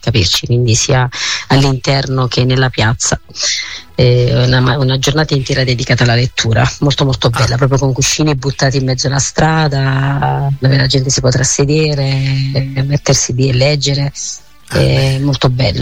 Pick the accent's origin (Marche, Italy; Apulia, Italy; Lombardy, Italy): Apulia, Italy; Lesina; E lo realizzeremo in un teatro qui a 15 km dal mio paese, che è un po' più grande, perché non abbiamo un teatro così grande qui a Lesina.